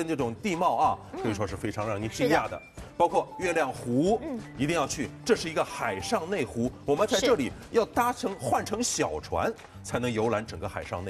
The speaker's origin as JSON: {"language": "Chinese", "country": "China", "said": "我们中国人"}